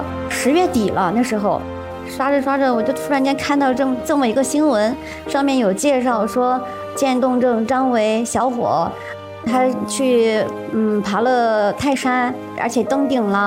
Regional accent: Guizhou, China; 我说我是贵州的一个小姐姐

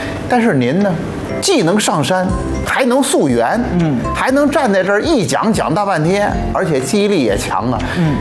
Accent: Xuzhou, Jiangsu, China; 我是来自徐州的

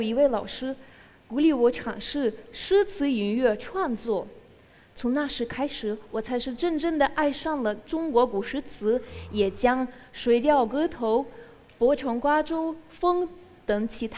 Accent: Russia; Chinese is a second language; now in Beijing, China; ，目前在清华大学读国际关系专业。

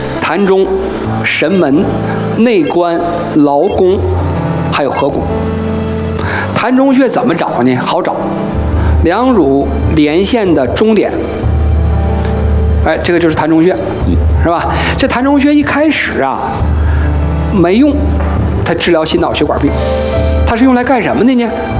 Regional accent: China; 所以我们中国人治病，中医治病啊，主要是通过这7种。

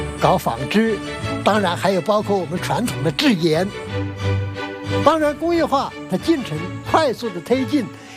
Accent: Tianjin, China; 第二个成就是引滦入京，我们天津人喝上了干净的水。

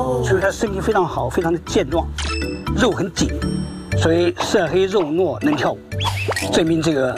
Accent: Anhui, China; now in Shandong, China; 我老家是安徽人啊，我潜伏到山东已经30年了。

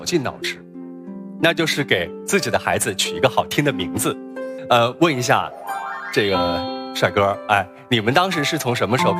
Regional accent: Sichuan, China; 我们四川那边叫打三招，

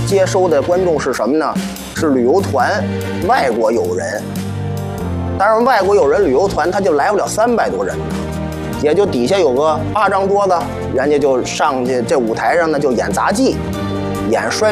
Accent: Beijing, China; 您别看我北京人

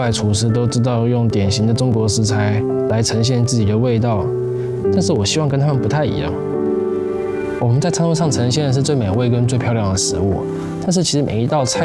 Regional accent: Taipei, Taiwan; accent: Taiwanese accent; moved away as an adult; now in Beijing, China; 我从小在台北长大，然后四季不是这么的分明

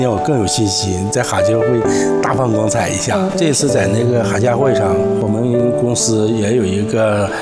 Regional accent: China; 咱们国人

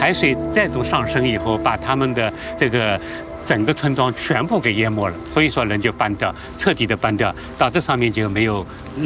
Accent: Ningbo, Zhejiang, China

